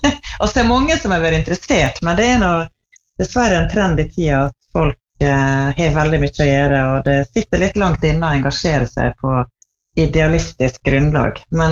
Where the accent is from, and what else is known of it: Tresfjorden, Møre og Romsdal, Norway; born or raised there